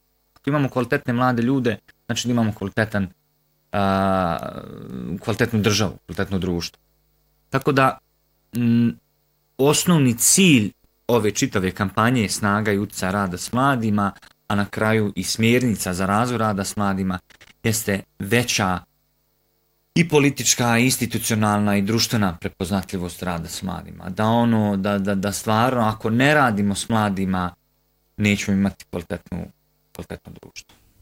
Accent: Republika Srpska, Bosnia & Herzegovina; Mislim, i sama znaš, mi dolazimo iz mjesta, iz Semberije.

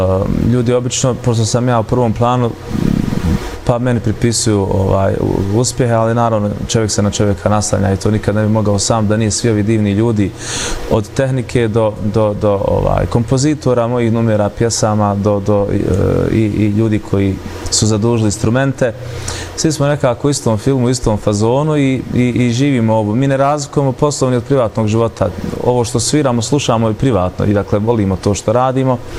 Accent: Mulići, Federation of Bosnia and Herzegovina, Bosnia & Herzegovina; Bitno navesti to da dolazim iz Mulića, mjesto koje je rasadnik talenata

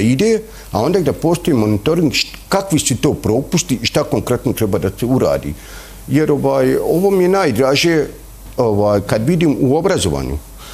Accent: Federation of Bosnia and Herzegovina, Bosnia & Herzegovina; Ja se dičim što dolazim iz Tuzlanskog kantona

